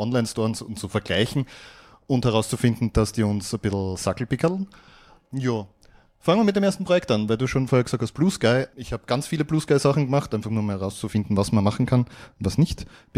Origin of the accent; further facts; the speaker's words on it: Graz, Styria, Austria; ich komme aus Graz.